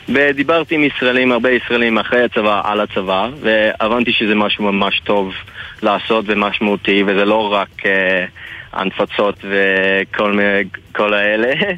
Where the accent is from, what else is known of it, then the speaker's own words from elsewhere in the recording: Australia; Hebrew is a second language; moved away as an adult; now in Israel; כל המשפחה של אבא שלי פה בארץ, אז כן, נולדתי וגדלתי באוסטרליה, אבל כל שנתיים, שלוש שנים אנחנו באנו לפה לבקר סבתא, דוד, דודה